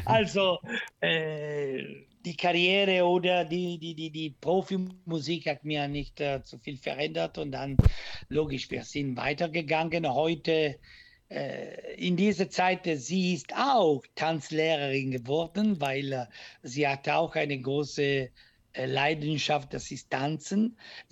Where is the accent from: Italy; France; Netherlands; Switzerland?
Italy; German is a second language; moved away as an adult; als Italiener mit weniger Deutsch